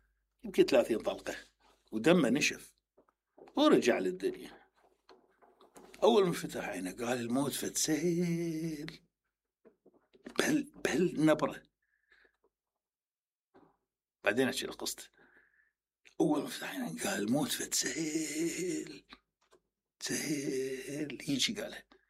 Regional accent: Iraq; moved away as an adult; now in Dubai, United Arab Emirates; قلت أنا عراقي.

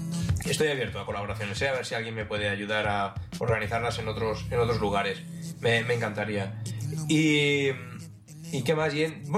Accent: Barcelona, Catalonia, Spain; yo soy de Barcelona

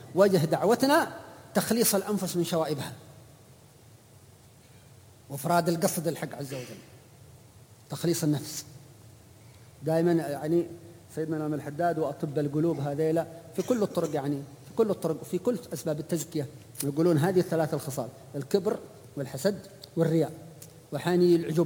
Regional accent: Hadhramaut, Yemen

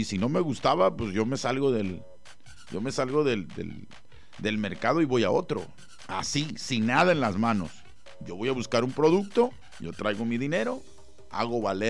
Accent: Mexico; quienes somos mexicanos

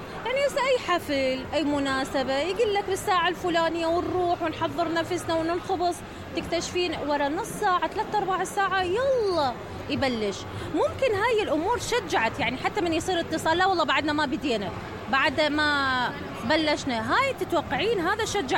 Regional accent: Iraq; احنا كعراقيين كمجتمع عراقي

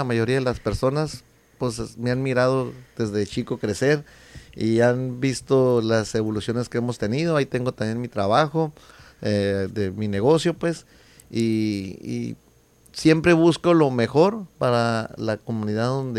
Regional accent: Mexico; born there; Soy del barrio de La Cachona.

